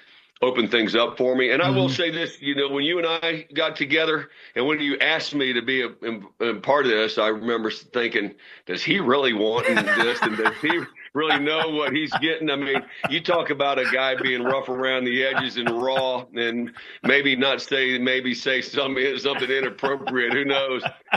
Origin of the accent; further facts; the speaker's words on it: St. Charles, Missouri, United States; I grew up in St. Charles, Missouri, which is a suburb of St. Louis.